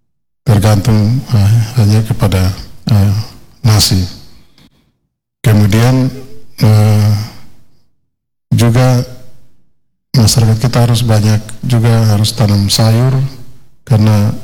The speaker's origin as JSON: {"language": "Indonesian", "region": "Papua", "country": "Indonesia", "said": "kita orang Papua"}